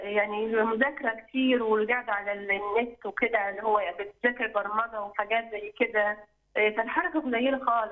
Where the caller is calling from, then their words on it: Upper Egypt, Egypt; انا من الصعيد